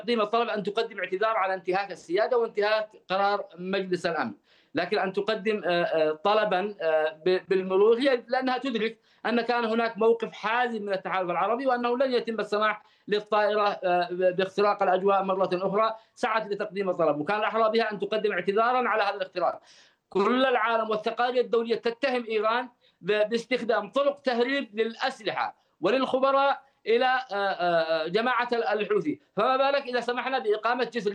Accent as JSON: {"language": "Arabic", "country": "Yemen", "said": "تستهدفنا كيمنيين"}